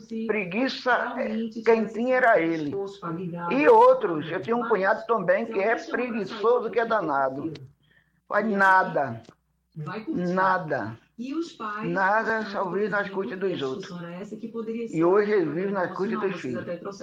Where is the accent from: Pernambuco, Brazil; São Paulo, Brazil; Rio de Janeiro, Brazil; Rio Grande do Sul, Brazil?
Pernambuco, Brazil; Nazaré da Mata; eu sou de Nazaré da Mata … motorista.